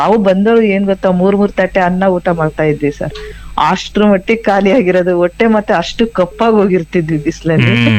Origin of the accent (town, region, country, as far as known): Karnataka, India; born or raised there